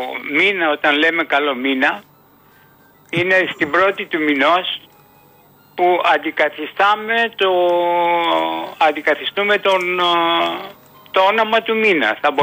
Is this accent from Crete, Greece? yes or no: no; Athens, Attica, Greece; Εγώ εδώ έχω γεννηθεί, στην Αθήνα.